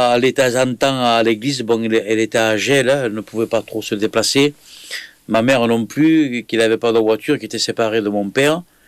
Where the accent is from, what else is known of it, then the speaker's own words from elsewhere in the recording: Montpellier, Occitanie, France; pasteur de Vie et Lumière qui habite à Montpellier. Je suis un Montpelliérain de plusieurs générations même.